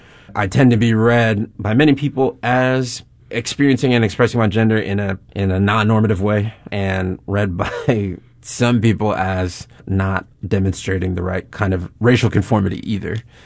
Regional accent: St. Louis, Missouri, United States; born or raised there

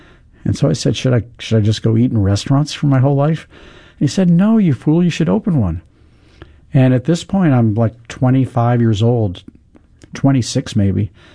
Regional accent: St. Louis, Missouri, United States; everything I know about hospitality, I learned by growing up here.

